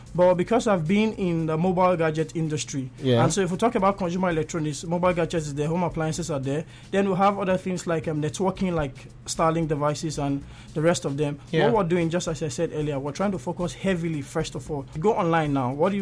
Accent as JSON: {"language": "English", "town": "Benin City", "region": "Edo", "country": "Nigeria", "tie": "born or raised there", "also_born_or_lived": "Delta State, Nigeria", "said": "Yeah, I grew in Benin."}